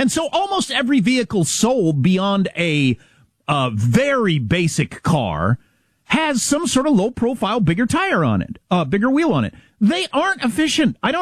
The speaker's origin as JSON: {"language": "English", "country": "United States", "said": "As an American"}